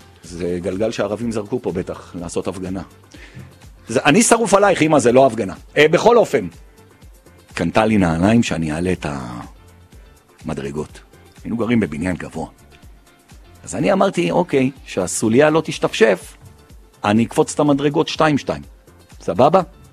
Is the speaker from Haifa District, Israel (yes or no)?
no; Jerusalem, Jerusalem District, Israel; born there